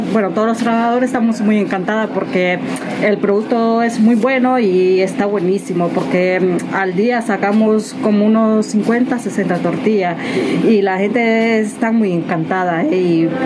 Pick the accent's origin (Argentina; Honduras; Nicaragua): Nicaragua; now in San Sebastián, Spain